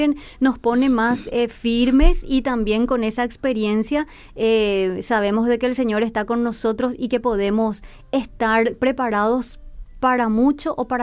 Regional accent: Paraguay

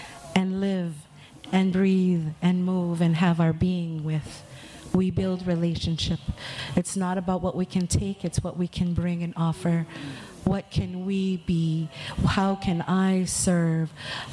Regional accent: Hilo, Hawaii, United States; I'm a Pepe Ekio girl, so I went to Kalaniana Ole, and I went to Hilo Intermediate, Hilo High, and then I graduated Konawaina.

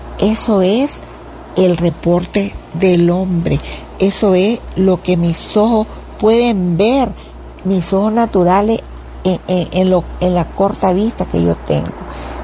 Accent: Nicaragua

